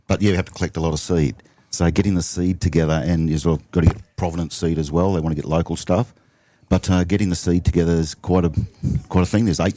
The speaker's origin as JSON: {"language": "English", "region": "Queensland", "country": "Australia", "said": "I'm from Maranoa River. I'm a Goongarie. Roma, Mitchell, Maranoa River sort of country. But, yeah, come down to Canberra, join the army."}